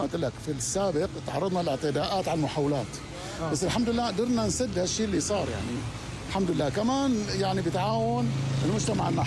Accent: Deir Atiyah, Rif Dimashq, Syria; يميز بلدتنا لحنا أو مدينتنا، هو الحالة المجتمعية

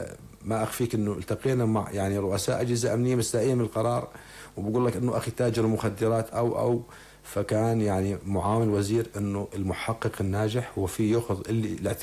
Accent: Syria

